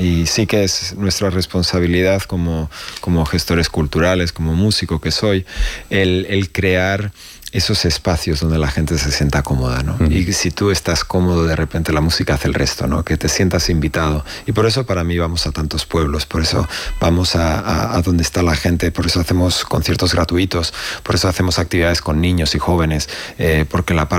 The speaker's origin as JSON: {"language": "Spanish", "region": "La Rioja", "country": "Spain", "tie": "born or raised there", "said": "qué orgullo como riojano"}